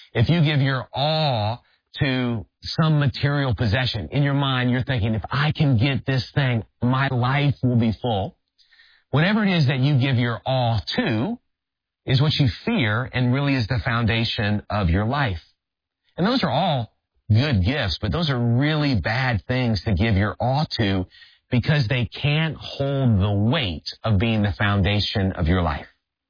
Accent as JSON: {"language": "English", "town": "New Orleans", "region": "Louisiana", "country": "United States", "tie": "born or raised there", "said": "So I grew up in the New Orleans area. LSU was the college team that we rooted for."}